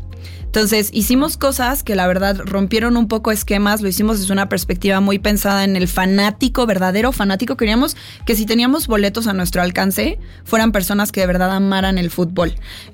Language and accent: Spanish; Mexico; todo lo que construimos como mexicanos todos acá.